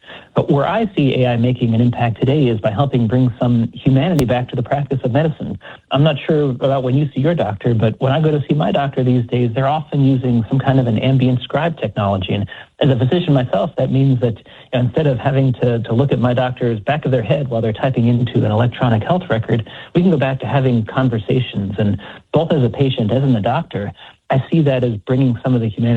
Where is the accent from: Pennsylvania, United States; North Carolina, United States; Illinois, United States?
North Carolina, United States; I was the chief medical officer of the hospital in my hometown in North Carolina through the pandemic.